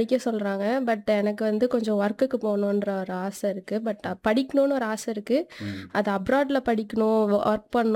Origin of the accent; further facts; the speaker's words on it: Nedungadu, Puducherry, India; Nedungadu sir.